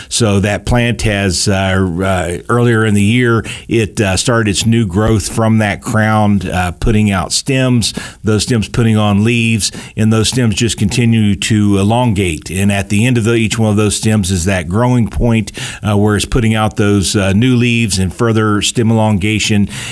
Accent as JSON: {"language": "English", "region": "West Virginia", "country": "United States", "said": "Most people know that I came from West Virginia, and we had some mountain farms that we worked with."}